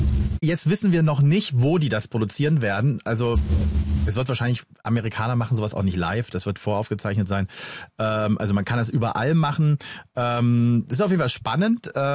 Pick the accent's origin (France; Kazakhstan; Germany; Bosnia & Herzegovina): Germany; als Deutscher